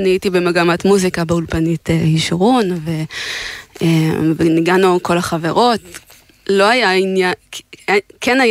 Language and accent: Hebrew; Shoham, Central District, Israel; יש נגיד בשואם איפה שגדלתי